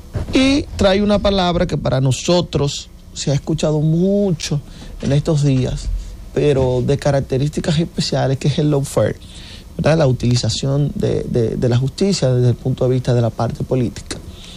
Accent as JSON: {"language": "Spanish", "country": "Dominican Republic", "said": "debe llamar la atención de nosotros como dominicanos, de nuestro sistema."}